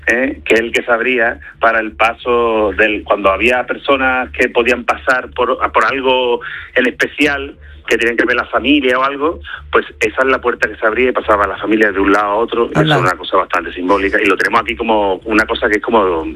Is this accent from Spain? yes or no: yes; La Línea de la Concepción, Andalusia, Spain; para mi pueblo ha sido una cosa que nos ha oprimido bastante.